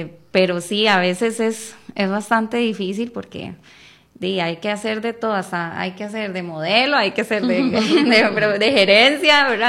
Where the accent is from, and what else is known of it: Costa Rica